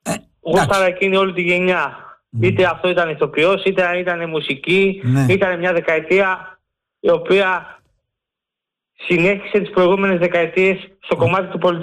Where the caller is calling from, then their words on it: Peristeri, Attica, Greece; από Περιστέρι.